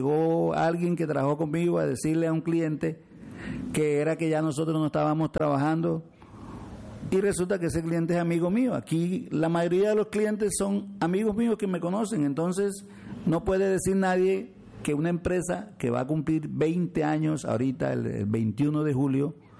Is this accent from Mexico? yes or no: no; Colombia; born there; Nosotros somos colombianos y nacimos en este país